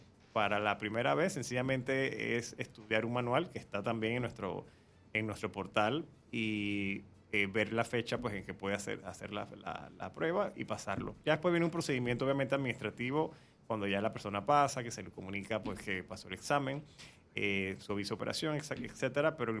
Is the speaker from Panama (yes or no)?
yes; Panama; como panameños todos debemos ser guías